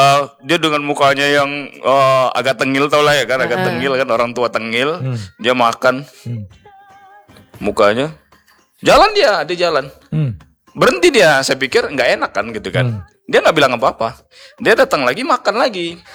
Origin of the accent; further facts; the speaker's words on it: Tanjung Balai, North Sumatra, Indonesia; jadi kita memang Melayu Tanjung Balai, di mana kita dulu pernah tinggal di Sungai Dua itu kan.